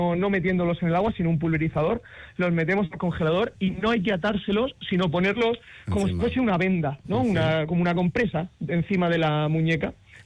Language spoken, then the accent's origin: Spanish; Murcia, Region of Murcia, Spain; Pero claro, yo soy de Murcia, aquí la cosa es tremenda, ¿no?